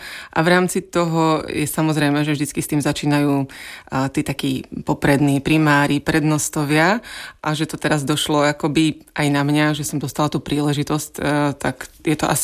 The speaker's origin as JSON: {"language": "Slovak", "town": "Humenné", "region": "Prešov Region", "country": "Slovakia", "tie": "born there", "also_born_or_lived": "Olomouc", "moved": "as an adult", "lives_now": "Czech Republic", "said": "Narodila som sa v Humennom, to je na východnom Slovensku, takže je to ďaleko odtiaľto, ale študovala som v Olomouci univerzitu, tam som spoznala svojho manžela a tak sme už zostali tu v Českej republike"}